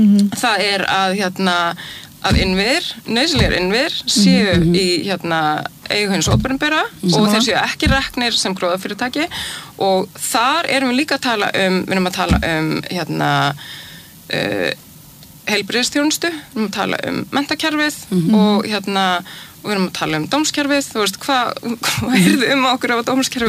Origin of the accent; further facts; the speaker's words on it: Sweden; now in Iceland; Ég alinn upp í Svíþjóð og bjó opaslega lengi þar.